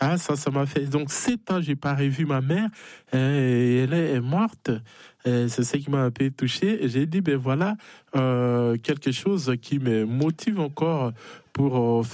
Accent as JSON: {"language": "French", "country": "DR Congo", "moved": "yes", "said": "Moi d'abord, je suis congolais d'origine, de la République démocratique du Congo."}